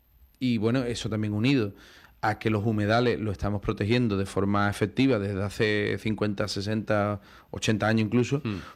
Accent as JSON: {"language": "Spanish", "town": "Cádiz", "region": "Andalusia", "country": "Spain", "said": "como soy de Cádiz"}